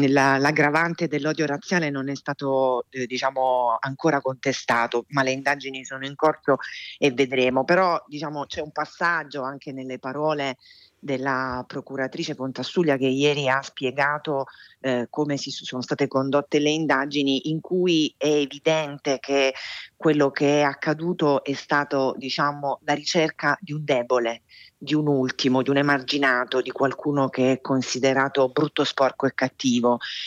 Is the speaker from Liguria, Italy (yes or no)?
no; Taranto, Apulia, Italy; Io sono tarantina, conosco quei vicoli e conosco la geografia di una città che però non è tanto diversa dal resto d'Italia.